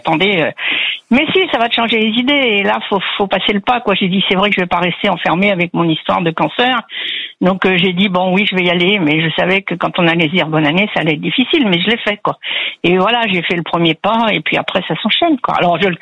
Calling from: Deuil-la-Barre, Île-de-France, France; Deuil-la-Barre.

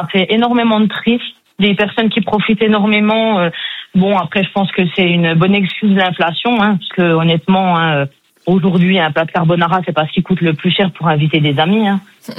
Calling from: Bourgogne-Franche-Comté, France; De Panchéba, dans le 70.

